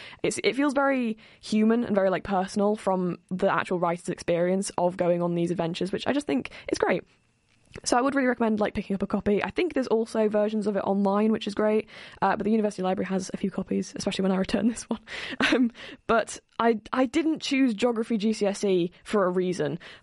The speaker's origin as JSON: {"language": "English", "town": "Sheffield", "region": "Yorkshire and the Humber", "country": "United Kingdom", "said": "I personally say genel. I'm from Sheffield and I say genel. I don't know whether that's what most Sheffielders call it"}